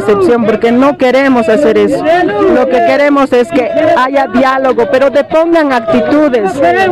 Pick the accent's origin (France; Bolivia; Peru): Bolivia; al final somos bolivianos